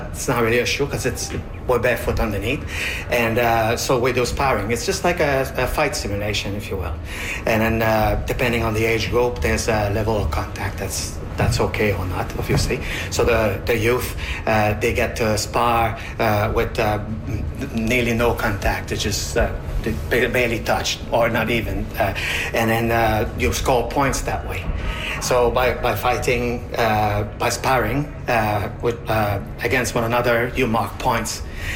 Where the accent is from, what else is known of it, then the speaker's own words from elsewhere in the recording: Quebec, Canada; moved away as an adult; now in Nunavut, Canada; We're originally from Quebec. We live in Nunavut now for several years.